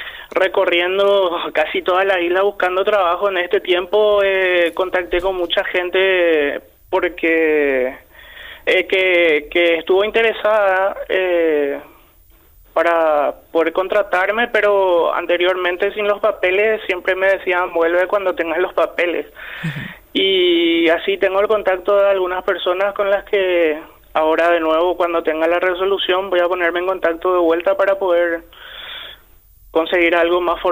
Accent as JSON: {"language": "Spanish", "country": "Paraguay", "moved": "as an adult", "lives_now": "Gran Canaria, Spain"}